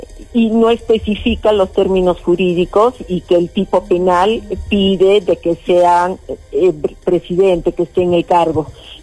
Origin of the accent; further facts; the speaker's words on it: Arequipa, Peru; lo que más me duele como arequipeña es, y como pobladora peruana y de clase media